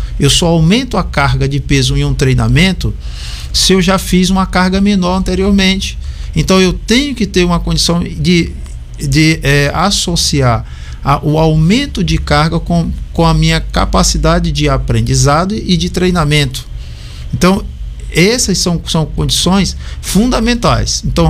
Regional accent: Maranhão, Brazil; Eu sou maranhense, eu digo assim, eu conheço meu povo.

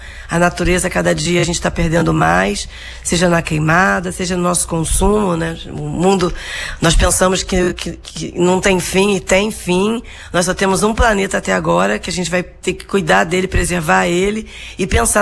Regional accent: Rio de Janeiro, Brazil; born there; Meus avós são refugiados, judeus, e eu nasci aqui em Cascadura, maternidade pública, e minha família tinha muita necessidade de escassez, não tinham estudo, não tinham famílias aqui no Brasil.

